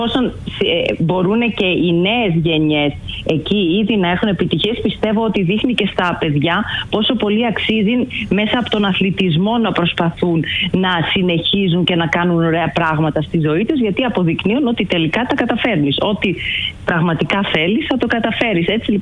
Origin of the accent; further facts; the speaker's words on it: Lefkada, Ionian Islands, Greece; Μα έχουμε τώρα και εμείς στη Λευκάδα